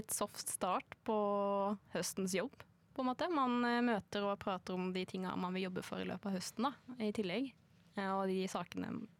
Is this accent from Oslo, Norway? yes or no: no; Arendal, Agder, Norway; jeg er jo fra Arendal, så jeg på en måte vokste opp med å dra ned dit på slutten av sommeren hvert år